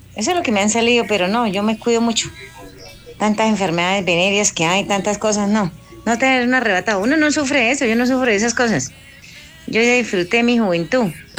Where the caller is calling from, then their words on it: Piedecuesta, Santander, Colombia; desde Piedecuesta.